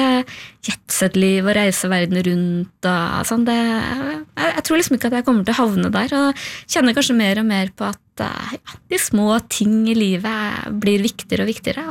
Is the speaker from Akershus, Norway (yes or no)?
no; Trøndelag, Norway; ble boende på hjemplassen min i Nord-Trøndelag noen år